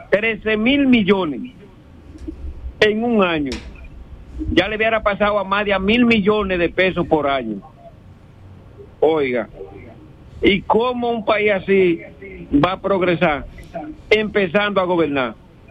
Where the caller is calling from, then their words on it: Azua, Dominican Republic; desde Asua.